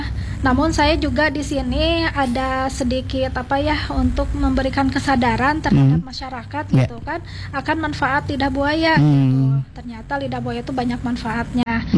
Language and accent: Indonesian; Sumedang, West Java, Indonesia; Kebetulan di daerah setempat saya kan dari Sumedang nih.